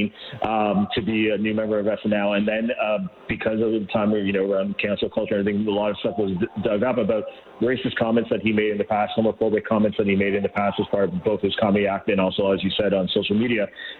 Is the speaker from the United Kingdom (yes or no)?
no; Canada; as a Canadian growing up and being schooled on Terry Fox, I knew everything I knew about Terry.